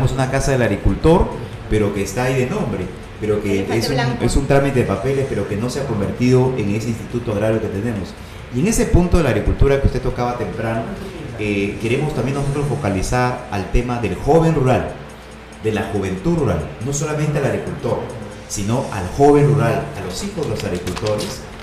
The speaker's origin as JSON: {"language": "Spanish", "town": "Tambogrande", "region": "Piura", "country": "Peru", "tie": "born or raised there", "said": "el haber estudiado y el haber nacido en este caluroso pueblo de Tamborande"}